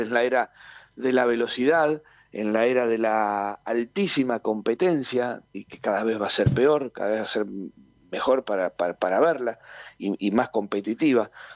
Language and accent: Spanish; Argentina; cuando te reconocen acá como argentino, te preguntan por Messi.